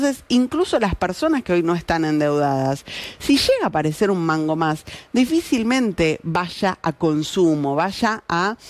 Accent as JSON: {"language": "Spanish", "town": "Lomas de Zamora", "region": "Buenos Aires Province", "country": "Argentina", "tie": "born or raised there", "said": "Muy buenas desde Lomas de Zamora, gracias por estar, gran programa. Besos a mi tierra natal, a Lomas de Zamora."}